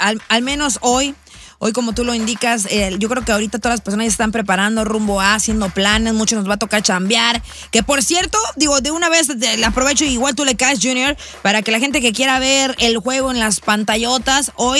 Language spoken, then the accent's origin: Spanish; Rosarito, Baja California, Mexico; yo soy de Tijuana. Bueno, soy de Rosarito.